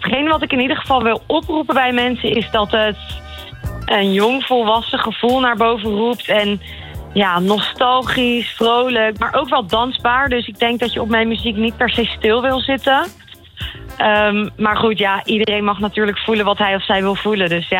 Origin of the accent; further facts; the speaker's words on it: Haastrecht, South Holland, Netherlands; ik kom wel uit een dorp waar ook ieder jaar een kermis was.